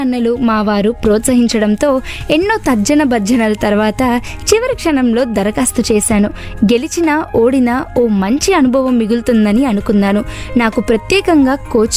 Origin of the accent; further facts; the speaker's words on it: Rajahmundry, Andhra Pradesh, India; also born or lived in Bangalore; మాది రాజమహేంద్రవరం నేనిక్కడే 10 వరకు చదువుకున్నాను తర్వాత నాన్న ఉద్యోగరీత్యా బెంగళూరుకి వెళ్ళాము అక్కడే ఇంటర్ చదివాను అదయ్యాక మళ్ళీ సొంతూరు వచ్చి గైట్ కాలేజ్లో ఇంజనీరింగ్ పూర్తి చేశాను